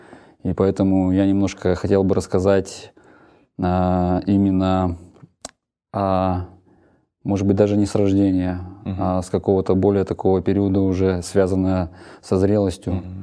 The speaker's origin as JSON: {"language": "Russian", "town": "Izhevsk", "region": "Udmurtia", "country": "Russia", "tie": "born there", "said": "Я родился в городе Ижевск, это Удмуртия."}